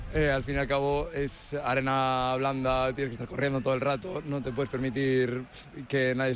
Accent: A Estrada, Galicia, Spain; Somos chavales de La Estrada, Santiago, ninguno somos de aquí.

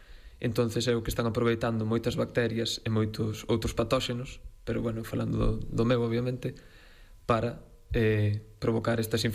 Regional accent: Porto do Son, Galicia, Spain; Pois eu, respondendo ben á pregunta, eu veño de Porto do Son, un pobo costeiro aquí cerquinha de Santiago, 50 kilómetros, que é onde realmente empezou o meu interés en todo o que é o ambiente mariño.

